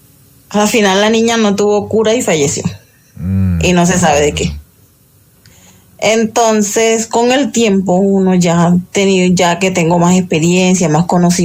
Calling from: Medellín, Antioquia, Colombia; de aquí, desde Medellín.

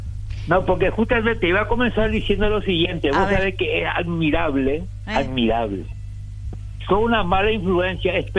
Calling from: Paraguay; Yo te autorizo como paraguayo

